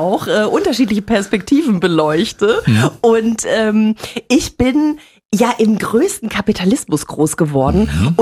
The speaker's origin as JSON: {"language": "German", "region": "Bavaria", "country": "Germany", "said": "Ich komme aus Bayern."}